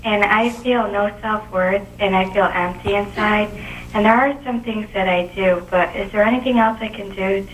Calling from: Connecticut, United States; I'm from Connecticut.

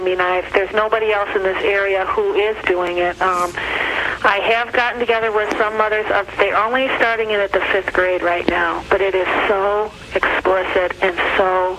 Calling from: Wisconsin, United States; I'm calling from Wisconsin.

